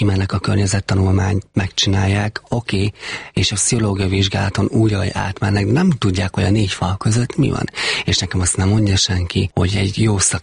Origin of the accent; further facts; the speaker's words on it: Heves, Hungary; Én Heves megyében nőttem föl.